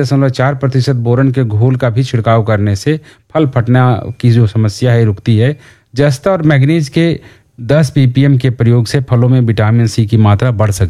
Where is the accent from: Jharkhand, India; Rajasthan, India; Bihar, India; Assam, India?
Bihar, India; हमारे यहाँ बिहार में